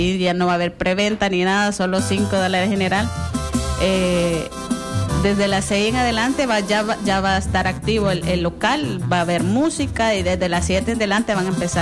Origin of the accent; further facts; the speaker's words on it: Lolotique, San Miguel, El Salvador; De Oriente. Con mucho orgullo de Oriente, somos de Lolotique, San Miguel.